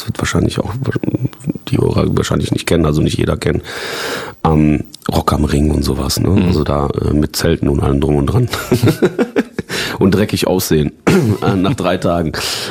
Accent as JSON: {"language": "German", "country": "Poland", "tie": "born there", "moved": "yes", "said": "ich bin ja in Polen geboren"}